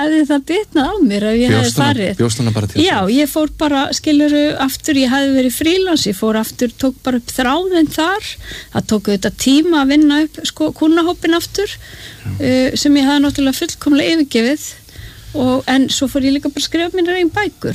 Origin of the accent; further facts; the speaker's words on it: Kópavogur, Capital Region, Iceland; ég, þú veist ólst upp í Kópavogi, ég ólst ekki upp í litlu fiskiþorpi